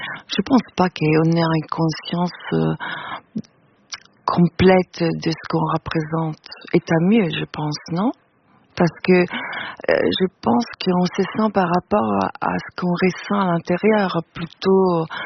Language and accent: French; Italy; Parce que quand j'étais jeune, l'après-midi, en Italie, on avait la faculté de regarder beaucoup des films en noir et blanc.